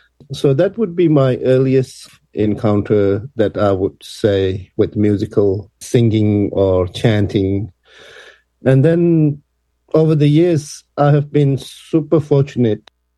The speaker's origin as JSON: {"language": "English", "town": "Dharamsala", "region": "Himachal Pradesh", "country": "India", "tie": "born there", "also_born_or_lived": "Nepal", "moved": "yes", "said": "my little town that I was growing up in Dharamsala in India. That was after I moved from Nepal to India"}